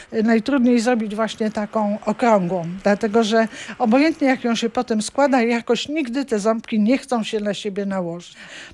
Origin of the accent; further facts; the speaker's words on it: Puck, Pomeranian Voivodeship, Poland; typową Kaszubką. Mój dziadek urodził się w Pucku, mój ojciec urodził się w Pucku, ja się urodziłam w Pucku, my jesteśmy wszyscy od urodzenia razem z mężem Puczczanami. Tu mieszkamy